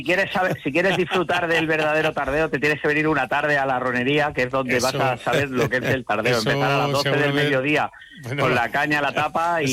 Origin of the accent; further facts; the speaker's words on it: Granada, Andalusia, Spain; Somos de Granada, intentar sacar a la gente a mediodía.